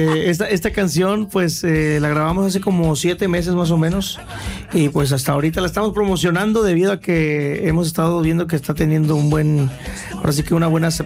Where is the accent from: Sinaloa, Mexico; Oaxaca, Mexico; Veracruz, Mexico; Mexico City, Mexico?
Veracruz, Mexico; Pánuco; yo soy de Pánuco, Veracruz. Soy de un rancho que se llama Paciencia de Aguacate.